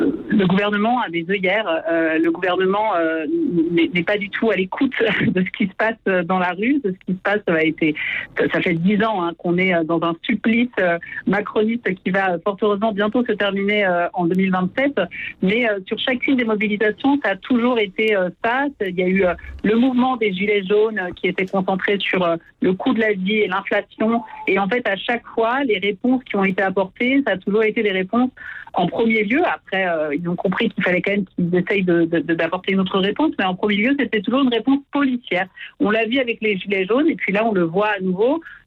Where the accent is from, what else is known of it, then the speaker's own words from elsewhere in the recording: France; moi, je suis binationale. Je suis née, j'ai grandi en France, mais mon père était basque espagnol. Donc, j'ai la nationalité des deux pays.